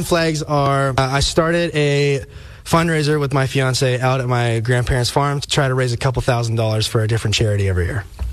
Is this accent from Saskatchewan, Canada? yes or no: yes; Prince Albert, Saskatchewan, Canada; What's up? … I'm 23 years old, and I'm from Prince Albert, Saskatchewan.